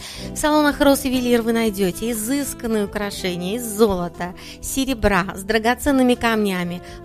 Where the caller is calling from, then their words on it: Kizilyurt, Dagestan, Russia; пишу я вам из Кизилюрта, и у нас есть старшая сестренка.